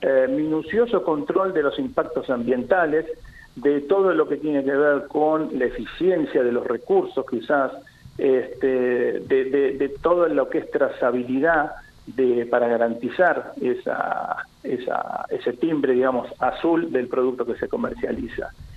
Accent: Puerto Madryn, Chubut, Argentina; yo soy de Madryn, me conoce todo el mundo

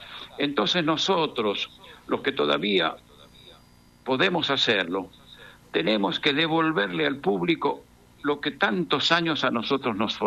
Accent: Argentina

